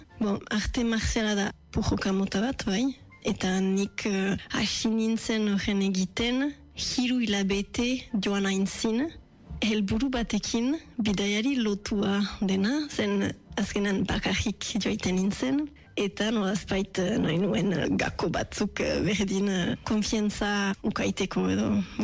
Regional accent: Bayonne, Nouvelle-Aquitaine, France; Baionakoa naiz

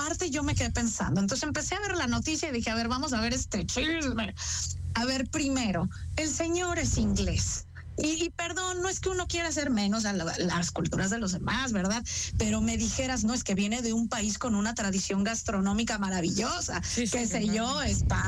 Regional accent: Mexico; yo soy mexicana y vivo en otro país, uno es migrante.

